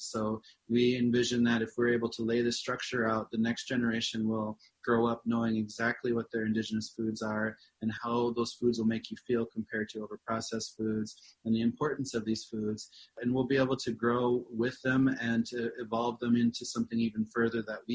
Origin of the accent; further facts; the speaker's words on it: South Dakota, United States; So for my area where I grew up in South Dakota, you know, the Lakota, we were utilizing a lot of game meat.